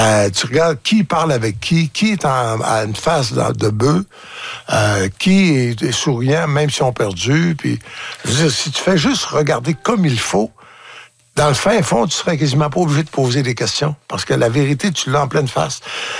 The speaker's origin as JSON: {"language": "French", "town": "Falardeau", "region": "Quebec", "country": "Canada", "said": "Je viens de Falardeau."}